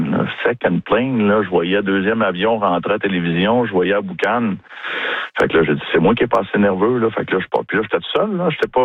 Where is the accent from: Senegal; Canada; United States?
Canada; Sainte-Anne-de-la-Pérade, Quebec; je viens de Saint-Anne-de-la-Pérade, un petit village. On est 1500 personnes dans le village